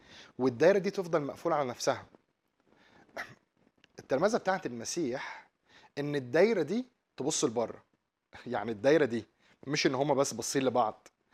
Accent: Egypt; بتكلم كمان اكتر عندنا في مصر

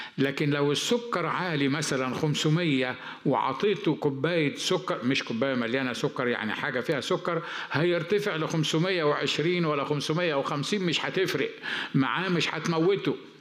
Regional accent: Upper Egypt, Egypt; عندنا في مصر في الصعيد يروحوا كسرين بصلة ويروحوا حاطينها في مناخيره

